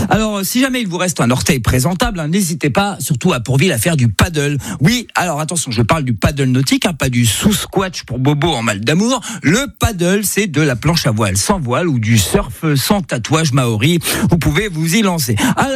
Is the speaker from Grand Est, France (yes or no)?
no; Corsica, France; moi pas du tout, parce que je suis un Corse importé